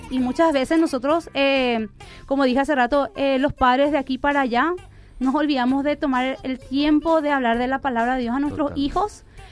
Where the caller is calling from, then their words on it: Sajonia, Asunción, Paraguay; de Sajonia.